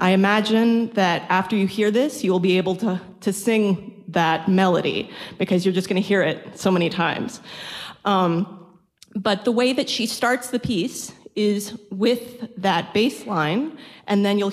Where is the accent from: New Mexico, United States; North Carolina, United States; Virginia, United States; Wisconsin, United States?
Virginia, United States; Reston; I am originally from Reston, Virginia.